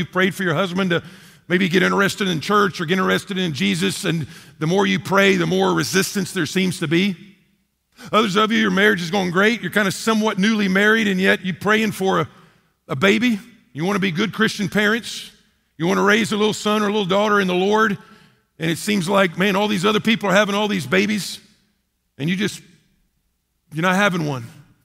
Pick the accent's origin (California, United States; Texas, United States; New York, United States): Texas, United States; also born or lived in North Carolina; growing up in Texas, going to school in Lubbock and Fort Worth, et cetera, is when we moved to Western North Carolina